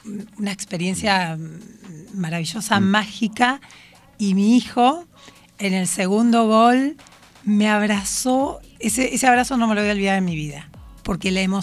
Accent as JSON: {"language": "Spanish", "country": "Argentina"}